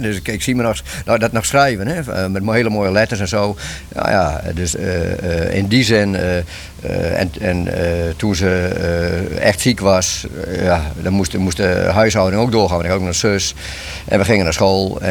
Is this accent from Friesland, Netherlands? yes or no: yes; Lippenhuizen, Friesland, Netherlands; dat is de streek waar ik ben geboren. Lippenhuizen, zeg ze in het Fries, Lippenhuizen, ja. In fatsoenlijk Nederlands. Nou, daar ben ik geboren in 1943.